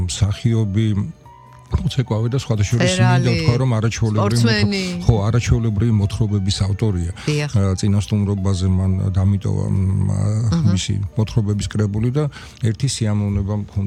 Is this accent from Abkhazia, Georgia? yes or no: no; Tbilisi, Georgia; born there; მე მიყვარს ყველა ქალაქი, მაგრამ თბილისი მიყვარს, იმიტომ რომ აქ დავიბადე